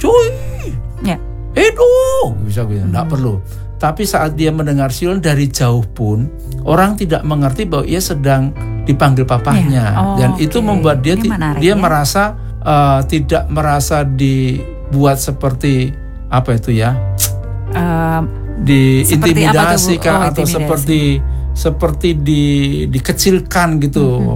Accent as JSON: {"language": "Indonesian", "town": "Surakarta", "region": "Central Java", "country": "Indonesia", "said": "saya dari Solo"}